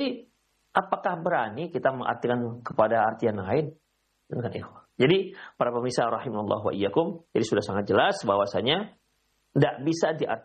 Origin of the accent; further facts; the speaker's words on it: West Sumatra, Indonesia; mereka bahasa kalau bahasa kami orang Minang terperangah gitu